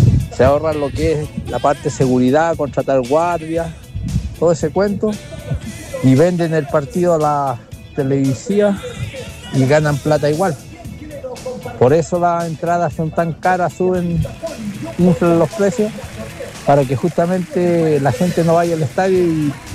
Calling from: Calama, Antofagasta, Chile; desde Calama, saludando, reportando sintonía.

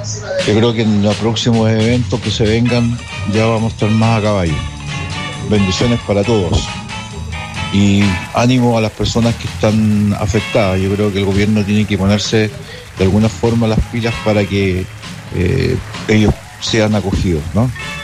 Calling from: Antofagasta, Chile; De alguna forma, el antofagastino, cada vez que hay un evento de este tipo o que sabemos que se viene, nos vamos preparando más.

